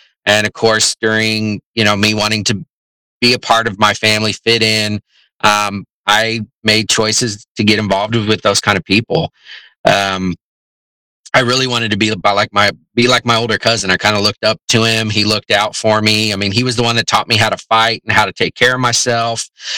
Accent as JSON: {"language": "English", "town": "Kansas City", "country": "United States", "tie": "born or raised there", "lives_now": "Kansas City, Kansas, United States", "said": "Well, I have been in Kansas City all my life, but I've definitely bounced around Kansas City from the KCMO side, KCK side."}